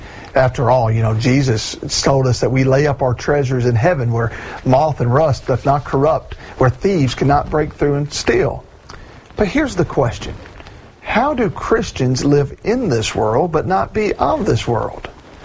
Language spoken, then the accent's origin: English; United States; I record this in the United States of America. I am an American, and I'm proud to be an American citizen.